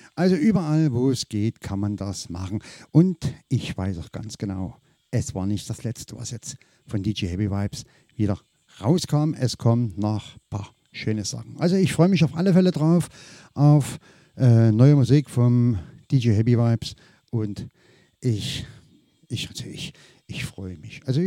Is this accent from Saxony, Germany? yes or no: yes; Saxony, Germany; wir kommen ja aus Sachsen